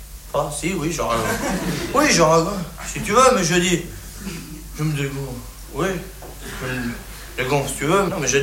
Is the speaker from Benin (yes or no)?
no; France; Ouais, bah, je suis bien blasé, hein, je suis français.